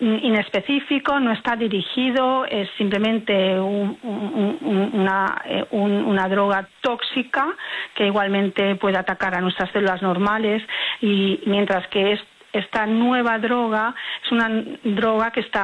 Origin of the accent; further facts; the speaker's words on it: Spain; En lo que a mí respecta, yo soy de España, vivo en Madrid